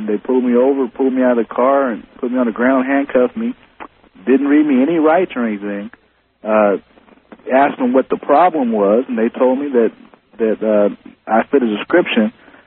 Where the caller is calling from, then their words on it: New Orleans, Louisiana, United States; I'm calling from New Orleans, as a matter of fact.